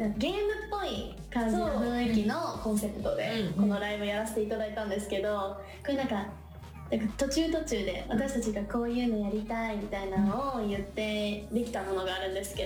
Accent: Osaka, Japan; 大阪地元

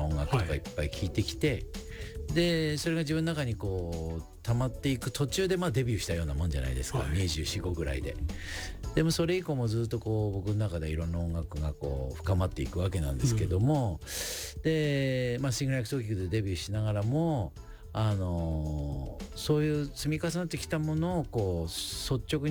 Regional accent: Aomori, Japan; それで僕は青森じゃないですか、

